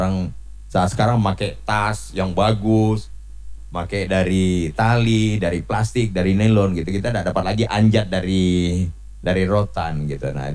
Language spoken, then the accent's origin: Indonesian; Kalimantan, Indonesia